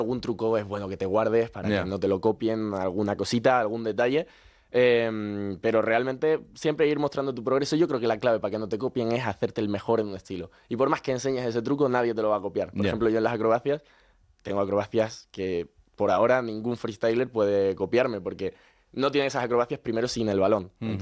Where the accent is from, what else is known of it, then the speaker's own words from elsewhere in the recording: Spain; Soy el español con el ranking más alto que va para allá a representar a España.